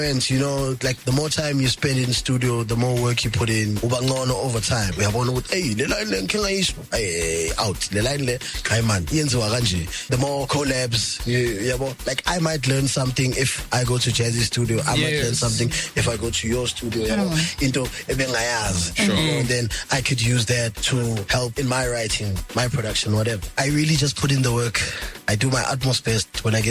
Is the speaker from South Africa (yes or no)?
yes; KwaThema, Gauteng, South Africa; is born and bred in Kwatema in the East Rand. I went to Sarko Primary, went to Springs Boys High, went to St. Anthony's College afterwards.